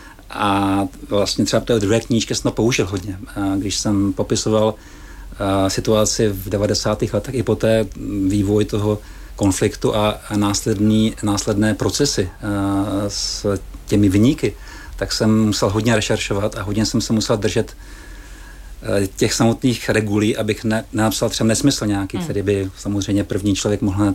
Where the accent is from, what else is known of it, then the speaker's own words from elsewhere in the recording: Moravská Třebová, Pardubice Region, Czechia; also born or lived in Svitavy / Ostrava; Rodné není, já jsem se narodil ve Svitavech v Rodnici a pak jsem žil v Moravské Třebové. Takže jsem vlastně spíš jakoby srdcem Moravsko-Třebovák, ale i Ostravák, kam jsem se stěhoval za tátou.